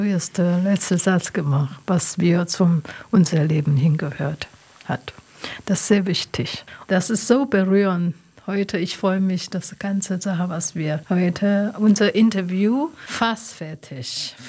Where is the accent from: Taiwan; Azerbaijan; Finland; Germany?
Taiwan; Taiwanerin, aber ich bin auch Chinesin.